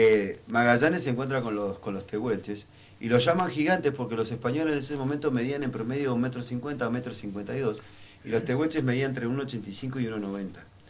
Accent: Santa Cruz, Argentina

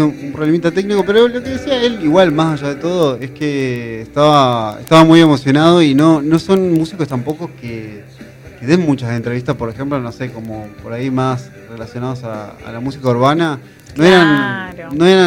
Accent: Patagonia, Argentina; si bien somos patagónicos, somos más solemnes

